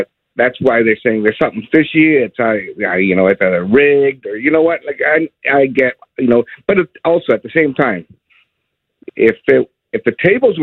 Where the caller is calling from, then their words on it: Vancouver, British Columbia, Canada; I'm calling from Vancouver, the other host city here.